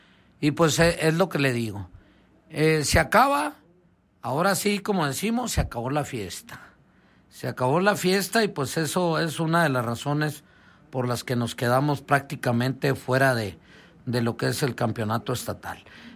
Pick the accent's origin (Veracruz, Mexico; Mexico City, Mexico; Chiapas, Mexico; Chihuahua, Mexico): Chihuahua, Mexico; Delicias; born there